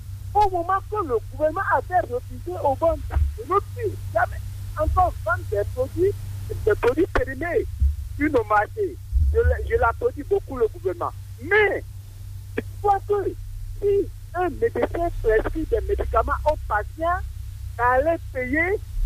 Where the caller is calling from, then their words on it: Benin; Je suis à Adjoum. Je suis dans la région d'Adjon, je vois tout ce qui se passe.